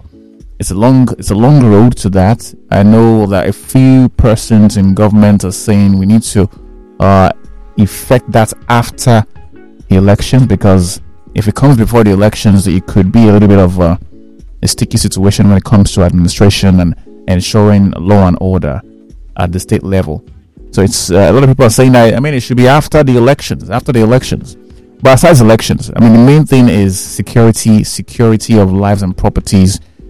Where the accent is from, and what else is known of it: Nigeria